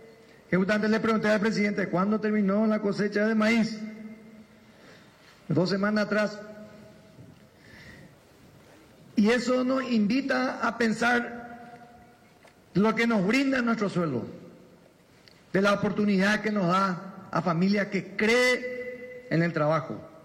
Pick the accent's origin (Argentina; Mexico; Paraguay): Paraguay; podamos hacerlo juntos como paraguayos